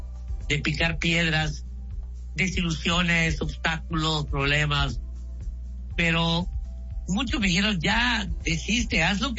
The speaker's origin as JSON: {"language": "Spanish", "country": "Mexico"}